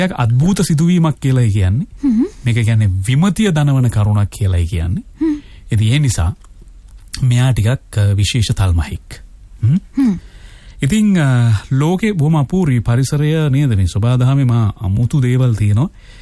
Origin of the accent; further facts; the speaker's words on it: Kandy, Central Province, Sri Lanka; now in Colombo, Sri Lanka; කොළඹ හිටියට අපි නුවර